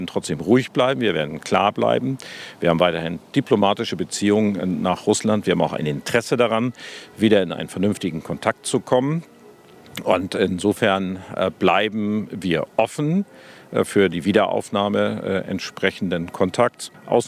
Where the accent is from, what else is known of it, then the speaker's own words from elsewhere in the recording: Germany; ganz traditionell als Deutsche.